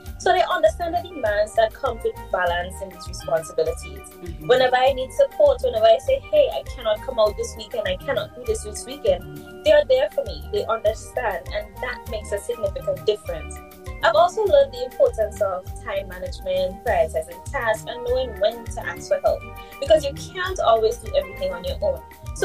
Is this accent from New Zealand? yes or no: no; Grenada; I'm from Grenada